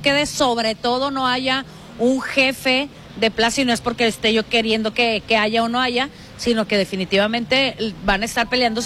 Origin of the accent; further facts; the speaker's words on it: Mazatlán, Sinaloa, Mexico; Cuando yo he viajado a diferentes países y yo digo que soy de Sinaloa y Culiacán, no, soy de Mazatlán.